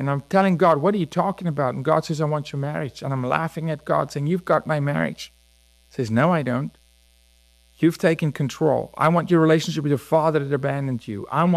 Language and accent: English; Johannesburg, Gauteng, South Africa; I'm from what's called the East Rand. So think of the Bronx, because I'm from Johannesburg. It's a city with 10 million people, right?